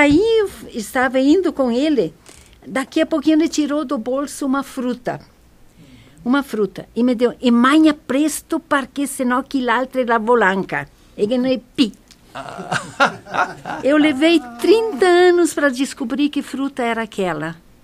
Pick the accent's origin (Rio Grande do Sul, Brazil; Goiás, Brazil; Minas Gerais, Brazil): Rio Grande do Sul, Brazil; born there; first language Venetian; Portuguese is a second language; also born or lived in Sananduva; Eu saí de lá com 8 anos, né, lá do Moncourt.